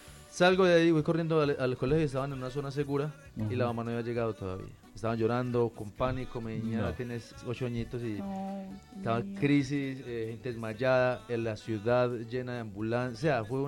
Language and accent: Spanish; Belalcázar, Caldas, Colombia; Y estaba en la terminal, iba para mi pueblo. Yo iba a Belalcázar Caldas